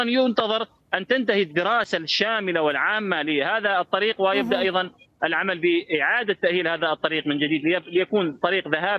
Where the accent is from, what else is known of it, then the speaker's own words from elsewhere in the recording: Deir ez-Zor Governorate, Syria; عندنا في دير الزور